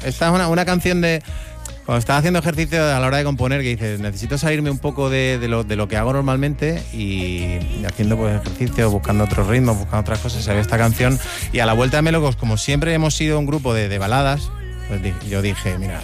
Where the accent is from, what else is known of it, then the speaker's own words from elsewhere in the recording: Cádiz, Andalusia, Spain; moved away as an adult; now in Madrid, Spain; Ya digo que soy más madrileño que gaditano. Pero o sea, al final llevo aquí, llevo muchísimos años, me vine aquí con 20